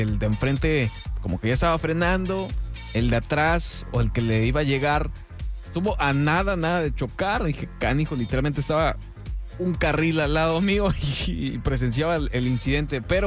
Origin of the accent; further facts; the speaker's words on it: Culiacán, Sinaloa, Mexico; porque yo vivía en Culiacán. Cuando estaba pequeña salíamos de la primaria y nos íbamos derechito al río porque hacía muchísimo calor.